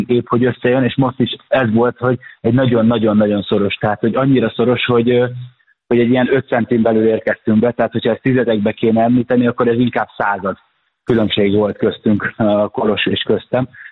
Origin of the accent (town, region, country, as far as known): Győr, Győr-Moson-Sopron, Hungary; born or raised there